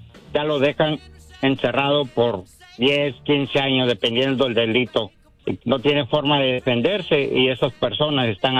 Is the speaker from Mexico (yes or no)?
yes; Mexico; Yo viví soy mexicano, sé cómo están las situaciones en México.